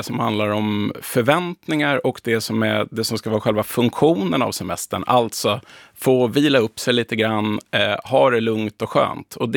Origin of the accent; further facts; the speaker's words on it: Stockholm, Stockholm County, Sweden; som stockholmare